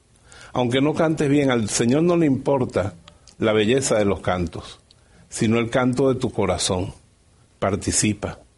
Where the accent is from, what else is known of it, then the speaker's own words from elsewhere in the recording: Venezuela; born there; en mi pueblo pequeño en Venezuela, donde yo vivía